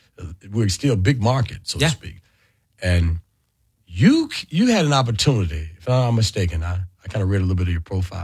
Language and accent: English; Memphis, Tennessee, United States; You know, I'm from Memphis.